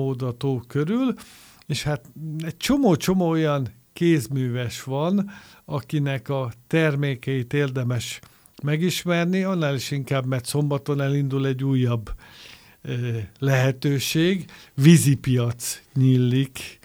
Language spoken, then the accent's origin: Hungarian; Tatabánya, Komárom-Esztergom, Hungary; én egy tatabányai bányász gyerek vagyok, én onnan származom, ott élek a mai napig